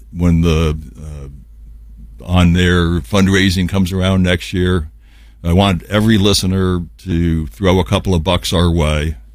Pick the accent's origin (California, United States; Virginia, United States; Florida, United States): California, United States; Los Angeles; growing up in Los Angeles